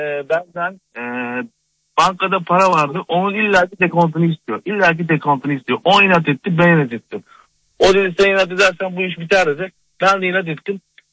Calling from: Tekirdağ, Turkey; Tekirdağ'dan arıyorum.

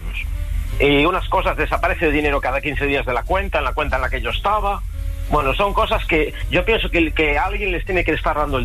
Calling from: A Coruña, Galicia, Spain; yo llamo desde La Coruña

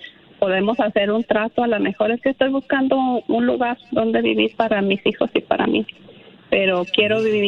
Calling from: San Jose, California, United States; quisiera saber si alguien de aquí de San José

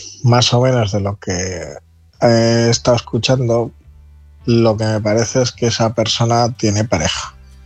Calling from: Palencia, Castile and León, Spain; somos Alde de Palencia

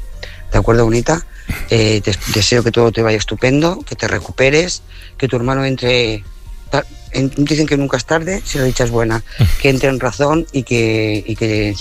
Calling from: Lloret de Mar, Catalonia, Spain; Lloret de Mar

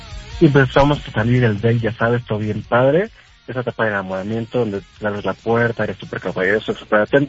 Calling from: Mexico City, Mexico; De Ciudad de México, de Parque Lindavista.

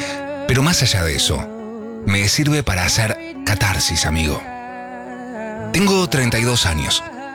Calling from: Buenos Aires, Argentina; soy de Caballito

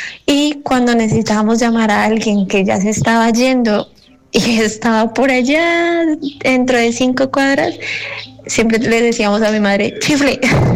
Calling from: Spain; Saludos desde España.

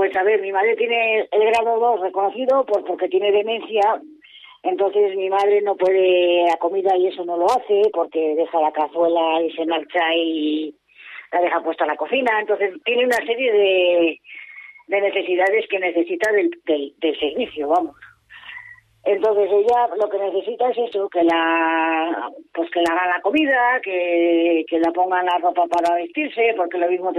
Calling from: Santander, Cantabria, Spain; Yo vivo en Santander

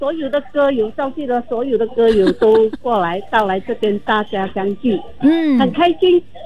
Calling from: Johor Bahru, Johor, Malaysia

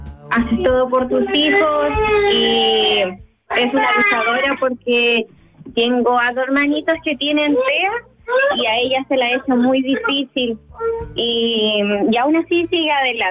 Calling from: Temuco, Araucanía, Chile; No, lo que pasa es que mi mamá vive en Lota y yo soy acá de Temuco.

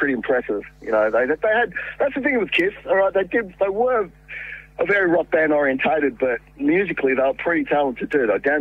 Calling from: Australia

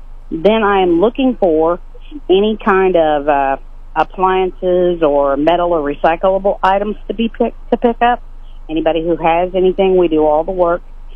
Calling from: Marshall, Missouri, United States; Hi, I'm calling from Marshall.

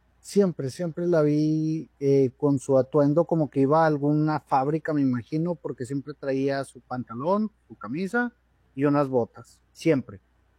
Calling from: Lerdo, Durango, Mexico; En Ciudad Lerdo, Durango.

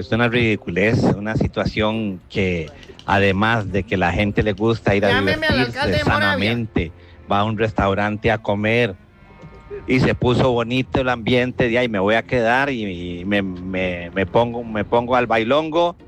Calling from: Cartago, Costa Rica; no soy de San José, por dicha. La fiesta sigue en Cartaguito.

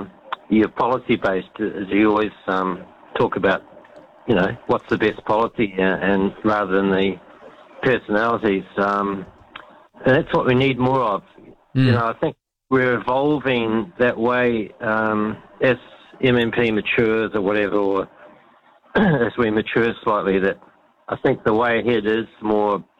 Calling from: Whanganui, Manawatū-Whanganui, New Zealand; I'm from Whanganui area

